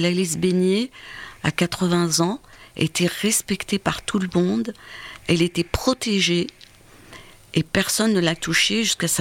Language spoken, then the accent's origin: French; Algeria; Et ça n'a pas marché, parce que on n'est pas des Arabes, on est des Amazirs. Ça, je le répète. Et je crois que 95% des Algériens sont Amazirs.